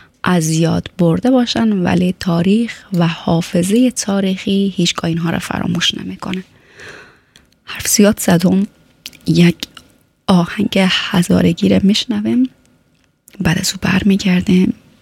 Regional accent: Afghanistan; moved away; ما و شما هم از افغانستان آمدیم

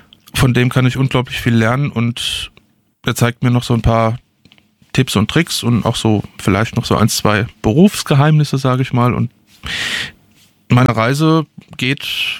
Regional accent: Hesse, Germany; Also ich bin Hesse, ja, der Hesse schenkt gern.

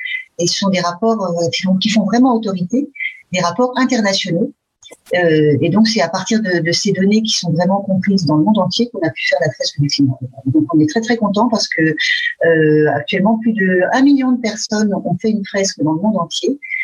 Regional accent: France; now in Frankfurt, Germany; Je suis française et je vis à Francfort-sur-le-Main depuis 8 à 9 ans.

